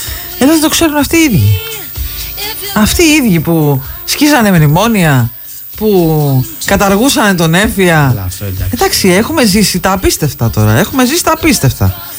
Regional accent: Greece; Δεν χαίρομαι σαν Ελληνίδα

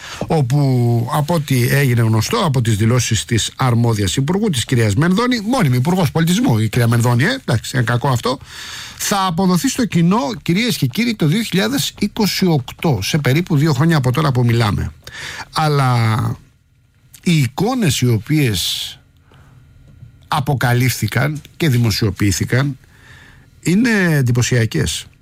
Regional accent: Rafina, Attica, Greece; Καλημέρα στο φίλο μου τον Πάνο εκεί από την πατρίδα μου τη Ραφίνα.

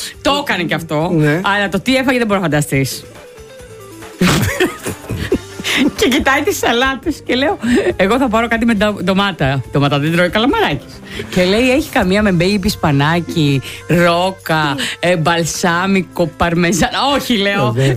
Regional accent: Sounio, Eastern Macedonia and Thrace, Greece; Καλό το χωριό μου, το Σούνιο Ξάνθης, ναι.

